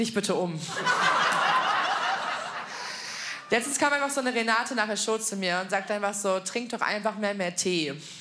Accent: Berlin, Germany; ich komme offensichtlich aus Berlin, aber ich trinke seit 7 Jahren keinen

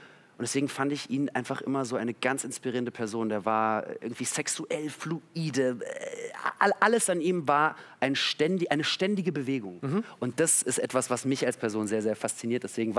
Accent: Berlin, Germany; born or raised there

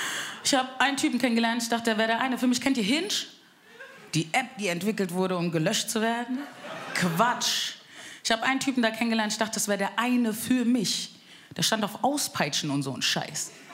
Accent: Bavaria, Germany; now in Frankfurt, Germany; Mein Migrationshintergrund sieht man mir an. Ich bin aus Frankfurt. Spaß, ich bin eigentlich aus Bayern. Wirklich, bordisch Mädel.

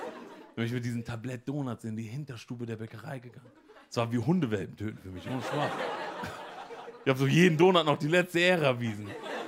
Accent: Emden, Lower Saxony, Germany; Ich komme aus Emden, Ostfriesland. Das ist krass. Mein Vater, der kommt aus dem Senegal. Ist unten irgendwo in Deutschland gelandet und dachte sich, ich gehe dahin, wo noch kein anderer Schwarzer war. Ich gehe ganz in den Norden. Ich bin aufgewachsen in Emden.

